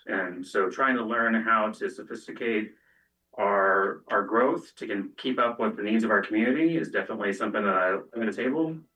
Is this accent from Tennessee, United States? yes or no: no; Warsaw, Missouri, United States; now in Boone County, United States; I grew up in Warsaw, Missouri